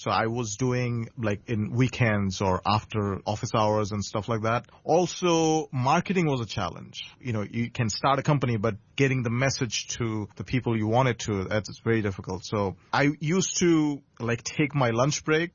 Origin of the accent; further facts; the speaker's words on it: Bangladesh; growing up in Bangladesh